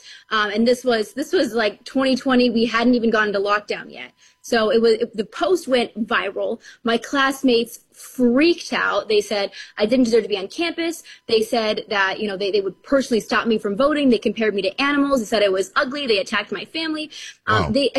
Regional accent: Wisconsin, United States; my dad at the time was member of Congress, but it was in Chicago when I was from Wisconsin.

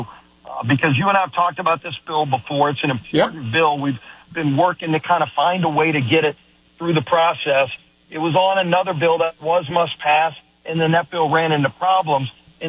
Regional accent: New Orleans, Louisiana, United States; I come from New Orleans.

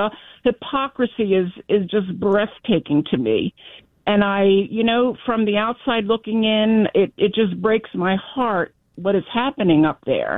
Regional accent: Baltimore, Maryland, United States; I was born and raised in Baltimore. And I hate what's happened to our beautiful city.

